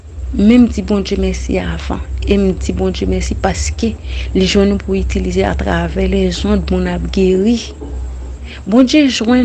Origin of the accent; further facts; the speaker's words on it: Santo Domingo, Dominican Republic; Moi, je viens de Saint-Domingue, je ne parle pas l'anglais, l'espagnol.